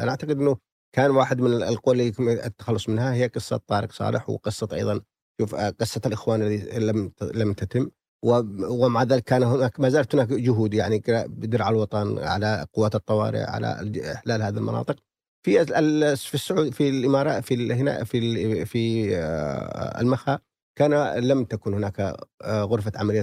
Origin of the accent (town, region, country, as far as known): Yemen